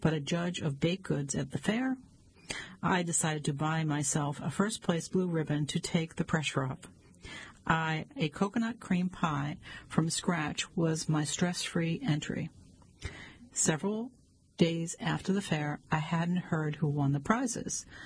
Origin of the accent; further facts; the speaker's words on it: Iowa, United States; now in California, United States; Although I have been a California resident for almost 5 decades, I grew up in the Midwest. I graduated from an Iowa high school in 1967 and completed my college degree at the University of Northern Iowa in 1971.